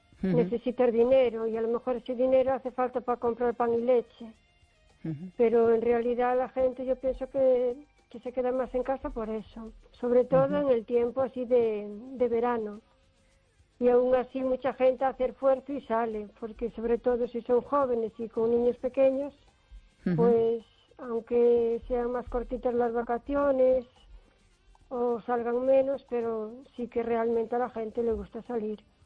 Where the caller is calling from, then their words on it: O Carballiño, Galicia, Spain; de Carballiño.